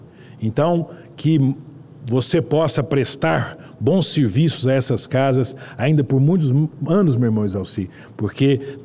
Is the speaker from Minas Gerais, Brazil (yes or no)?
yes; Araxá, Minas Gerais, Brazil; born there; also born or lived in Paracatu; Eu precisei migrar de uma cidade para outra, nasci em Araxá, fui morar em Paracatu.